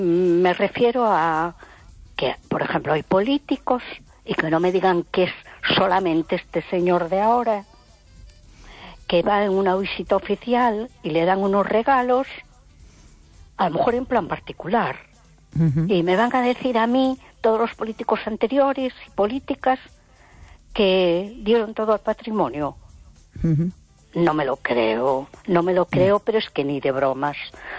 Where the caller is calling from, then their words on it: A Coruña, Galicia, Spain; de Coruña.